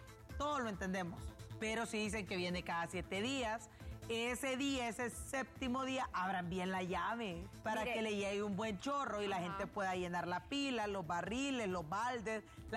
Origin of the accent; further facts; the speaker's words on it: Tegucigalpa, Francisco Morazán, Honduras; A nosotros nos molestan mucho a quienes somos capitalinos porque nos dicen que no tenemos agua.